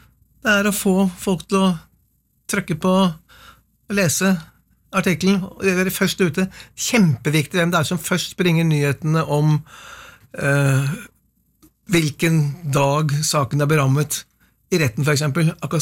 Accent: Kløfta, Akershus, Norway; Nei, altså, jeg var jo født og oppvokst på Kløfta, hvor faren min var tannlege.

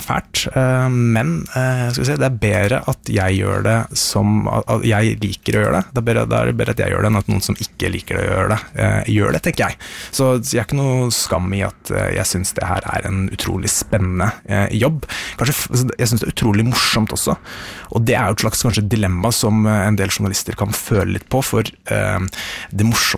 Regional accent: Østfold, Norway; born there; moved away as an adult; now in Skotbu, Norway; da var vi hjemme I Skjetve. For mamma og pappa, de har et lite småbruk

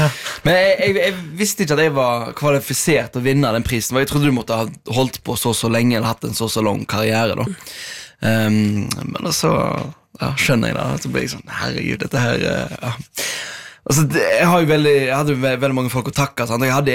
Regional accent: Stord, Vestland, Norway; now in Oslo, Norway; Jeg var hjemme på Stord.

